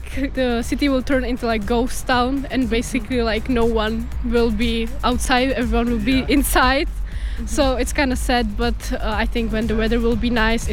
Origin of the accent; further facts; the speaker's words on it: Pilsen, Plzeň Region, Czechia; English is a second language; moved away as an adult; now in Portorož, Slovenia; I am also 21 years old and I'm also from Pilsen